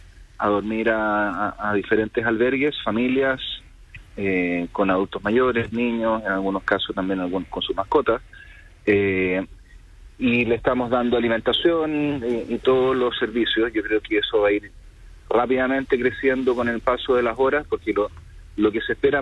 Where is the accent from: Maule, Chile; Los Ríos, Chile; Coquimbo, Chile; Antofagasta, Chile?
Antofagasta, Chile; y como somos los antofagastinos, cuando llueve nos preocupamos del techo